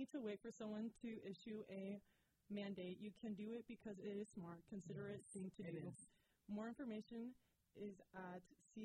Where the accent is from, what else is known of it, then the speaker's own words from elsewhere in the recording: Virginia, United States; I'm from Nova, but, from, deep down in my roots, I'm Bolivian.